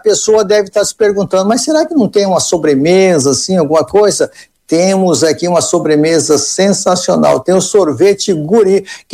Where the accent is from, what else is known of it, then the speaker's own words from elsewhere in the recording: Brazil; sou brasileiro